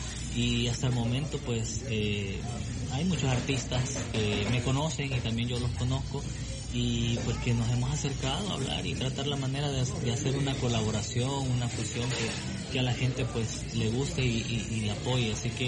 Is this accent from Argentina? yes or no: no; El Salvador; pero yo con mucho respeto a nuestros hermanos de México, pero como salvadoreño me siento orgulloso de representar este género